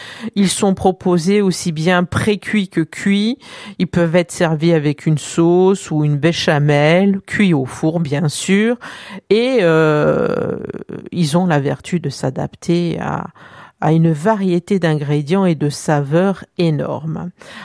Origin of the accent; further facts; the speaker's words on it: Corsica, France; chez nous en Corse